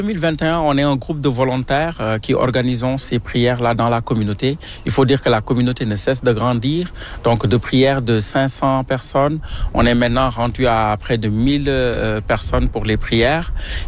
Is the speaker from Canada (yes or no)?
no; Senegal; Justement, moi je suis originaire du Sénégal